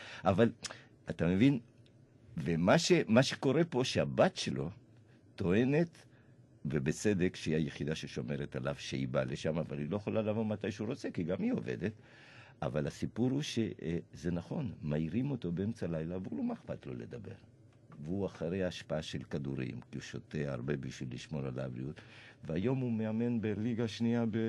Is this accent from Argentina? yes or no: yes; Argentina; now in Israel